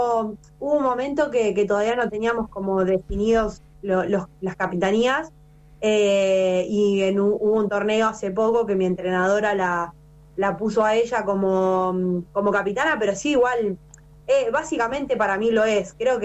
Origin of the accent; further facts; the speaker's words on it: Rawson, Chubut, Argentina; Yo me crié en Rawson cuando estaba estudiando en el profesorado de Educación Física, ahí en el IES